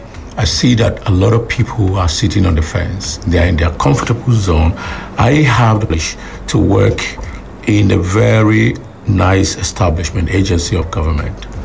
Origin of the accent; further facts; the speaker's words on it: Vandeikya, Benue, Nigeria; as you rightly pointed out. I am from Sambaduko in Vandika local government of Benue State.